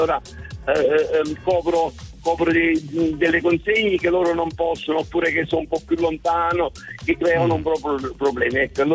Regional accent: Campania, Italy; Io sono della costiera amalfitana.

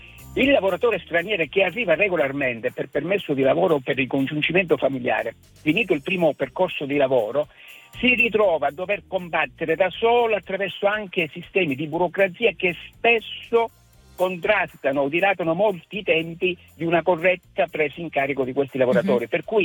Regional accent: Calabria, Italy; moved away; giù nella mia terra in Calabria

